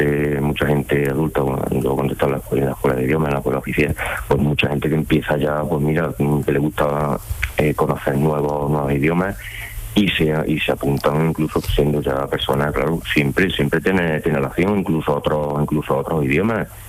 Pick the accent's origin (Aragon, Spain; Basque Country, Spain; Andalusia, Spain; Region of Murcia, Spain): Andalusia, Spain; Hinojosa del Duque; pues yo me vine para aquí, para mi tierra, para Las Pedroches.